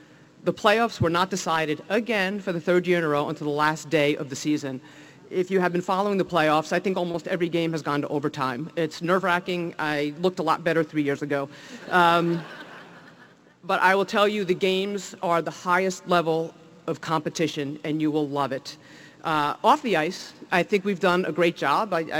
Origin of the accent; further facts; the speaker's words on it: New Jersey, United States; you could tell from my accent probably, I'm from New Jersey